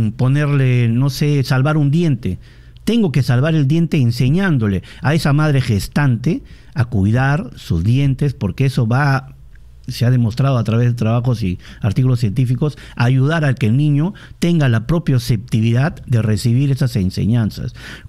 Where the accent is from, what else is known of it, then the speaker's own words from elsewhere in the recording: Loreto, Peru; sobre todo en mi región, yo soy de Loreto